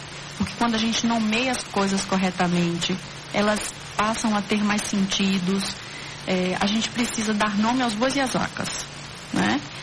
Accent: Paraíba, Brazil; moved away as an adult; also born or lived in Rio Grande do Sul / São Paulo; Porque eu saí da Paraíba, fui fazer mestrado no interior do Rio Grande do Sul, depois doutorado em São Paulo, saí rodando.

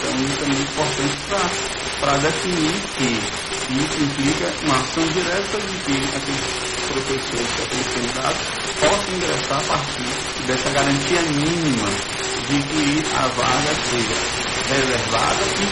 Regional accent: Bahia, Brazil; eu sou da Bahia, né? Minha formação é lá na Universidade Federal da Bahia, né?

